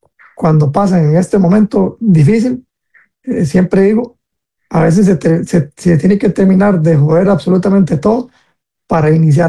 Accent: Costa Rica; como costarricenses, nos acostumbramos a que alguien salga así de bueno cada 10 años

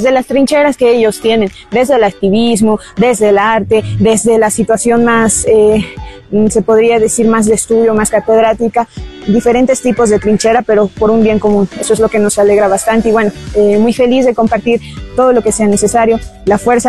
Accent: La Paz, Bolivia; yo soy hija de padres aymaras, vengo de Bolivia, de La Paz

